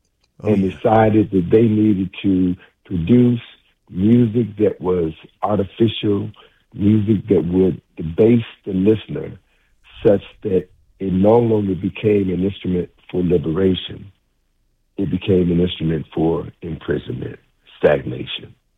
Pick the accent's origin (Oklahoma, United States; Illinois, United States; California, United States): Illinois, United States; Chicago; Oh yeah. Well, you got to remember, I'm from Chicago.